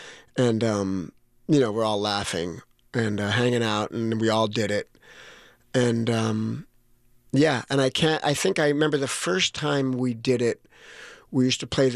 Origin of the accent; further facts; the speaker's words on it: Hollywood, California, United States; born or raised there